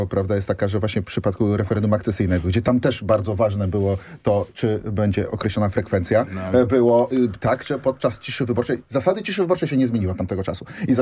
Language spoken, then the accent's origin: Polish; Kraków, Lesser Poland, Poland; Ja nie będę jako krakowianin, nie będę przecież agitował za tym, w którą stronę pójść